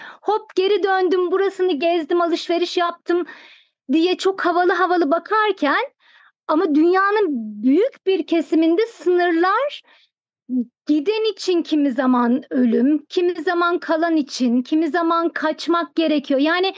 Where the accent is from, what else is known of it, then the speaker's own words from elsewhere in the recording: Thrace, Turkey; Ege'de yürüseydin, Trakya'da yürüseydin, ben Trakyalıyım.